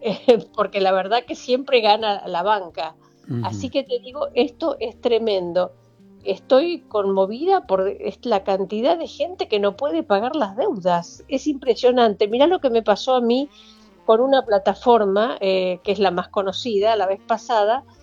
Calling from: Buenos Aires, Argentina; soy de Caballito

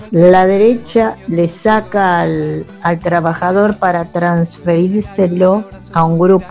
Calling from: Caseros, Buenos Aires Province, Argentina; de Caseros.

